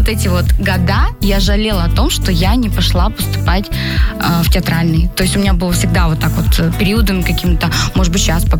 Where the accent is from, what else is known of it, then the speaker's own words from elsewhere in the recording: Bogdanovich, Sverdlovsk Oblast, Russia; moved away as an adult; also born or lived in Yekaterinburg; now in Moscow, Russia; Да, я не столичная. Я родилась в Свердловской области, город Богданович. 50 тысяч численность человек. Это рядом с Екатеринбургом, 100 километров от Екатеринбурга. Там я родилась, там я закончила школу.